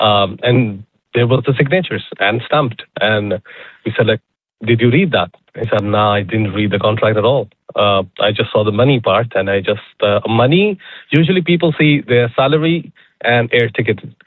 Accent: India; like I am from India, and if somebody asks me, okay, what's your airport? So I should choose the nearest airport to my city.

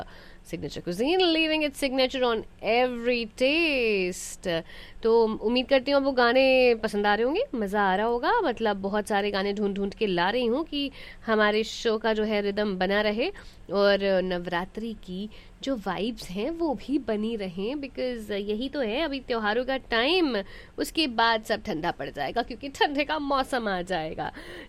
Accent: Bihar, India; थोड़ा सा बायस्ड हूँ क्योंकि मैं बिहार से हूँ

